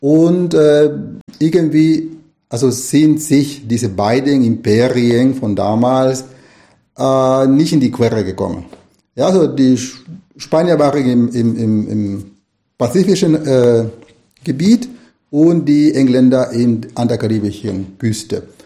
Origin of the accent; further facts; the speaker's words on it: Nicaragua; also born or lived in Costa Rica; now in Dresden, Germany; ich bin eigentlich in Costa Rica geboren, von nicaraguanischen Eltern, und bin aber in Nicaragua aufgewachsen.